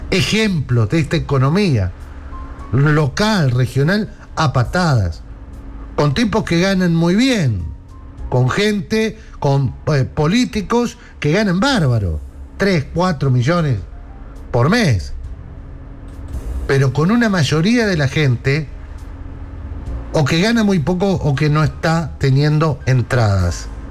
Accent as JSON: {"language": "Spanish", "country": "Argentina", "said": "de los 50 millones casi que somos la Argentina"}